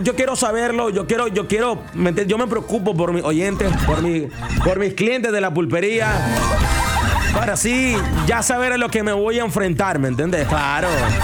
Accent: Nicaragua; nosotros los nicas

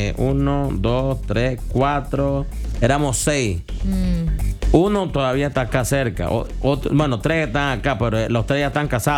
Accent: Juigalpa, Chontales, Nicaragua; now in Managua, Nicaragua; soy de ahí

